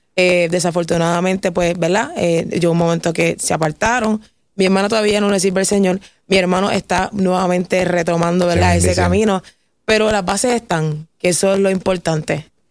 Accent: San Juan, Puerto Rico; yo me crié en el pueblo de San Juan, en Santurce, en el Callejón Progreso. Yo básicamente me crié en una casita de madera, en un callejón

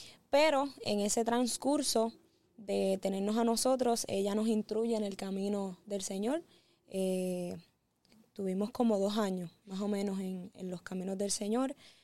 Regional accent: Vega Baja, Puerto Rico; soy nacida, criada en el pueblo de Vega Baja. Toda mi vida he vivido ahí.

